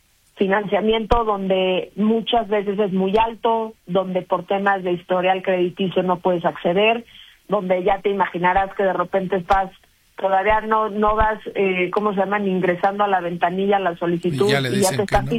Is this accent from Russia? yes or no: no; Mexico; como mexicanas y mexicanos ubicamos luego